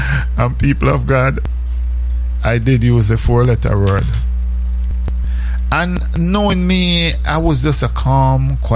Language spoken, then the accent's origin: English; Jamaica; But it's because I'm Jamaican.